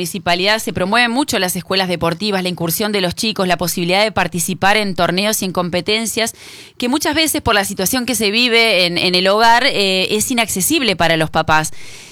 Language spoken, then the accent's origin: Spanish; Entre Ríos, Argentina; los entrerrianos tuvimos un día particular